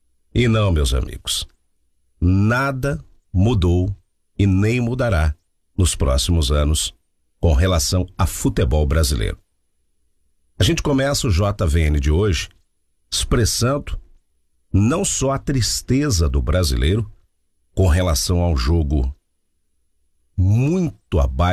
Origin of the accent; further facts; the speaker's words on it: Brazil; E sim, nós, como bons brasileiros, acreditávamos, porque somos apaixonados pelo futebol.